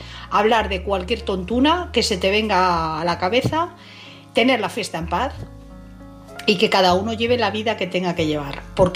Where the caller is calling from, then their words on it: Madrid, Community of Madrid, Spain; de Madrid.